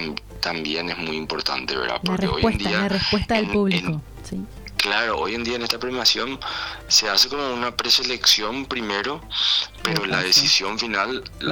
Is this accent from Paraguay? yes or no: yes; Paraguay